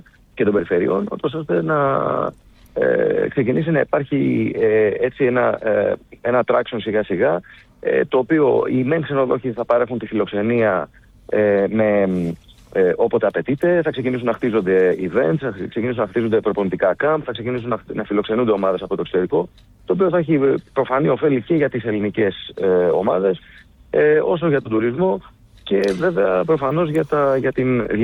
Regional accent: Skiathos, Thessaly, Greece; από τη Σκιάθου, από το νησί μου

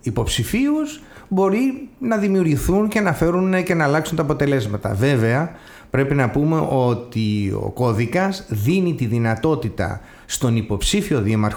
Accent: Corfu, Ionian Islands, Greece; Εγώ προέρχομαι από τη Δημοτική Ενότητα Παρελίων.

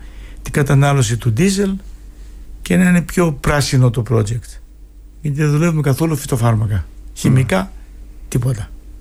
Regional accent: Greece; moved away; Αυτή είναι η επιτυχία που είχαμε εμείς σαν Έλληνες.

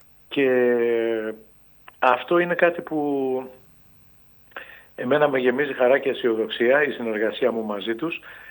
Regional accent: Kefalonia, Ionian Islands, Greece; εγώ που είμαι Κεφαλονίτης, αλλά που δεν αισθάνομαι μόνο Κεφαλονίτης, αισθάνομαι βαθύτατα Έλληνας

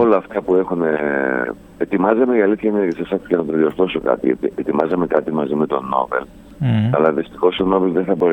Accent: Thessaloniki, Central Macedonia, Greece; ειδικά σαν Σαλονικιός είναι ο

